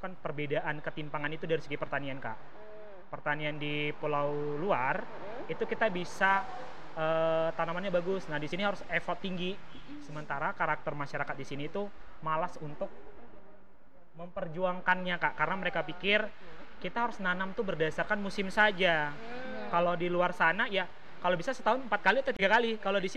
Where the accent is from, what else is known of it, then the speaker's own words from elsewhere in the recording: Riau, Indonesia; born there; moved away as an adult; now in Belu, Indonesia; ini Sumatera Barat, saya Riau.